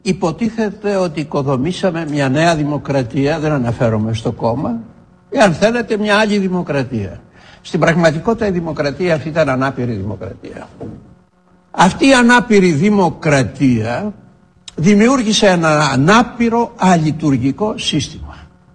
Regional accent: Mani, Peloponnese, Greece

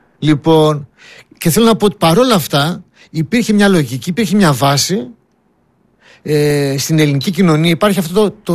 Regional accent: Greece

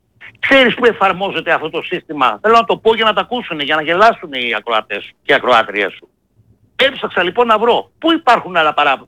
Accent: Central Greece, Greece; την ιδιαίτερη πατρίδα μου, το Δήμο Κίμης Αλιβερίου

